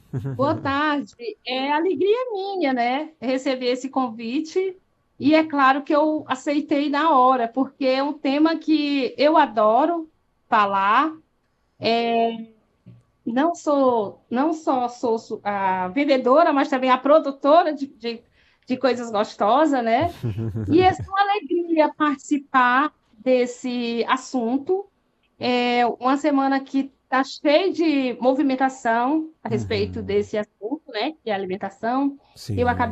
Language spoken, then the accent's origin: Portuguese; Ceará, Brazil; now in Rio de Janeiro, Brazil; Então, eu sou cearense. Sou neta e filha de agricultor, né?